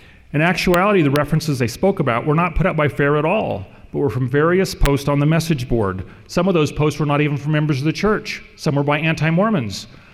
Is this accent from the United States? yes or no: yes; Redding, California, United States; I'm from Redding, California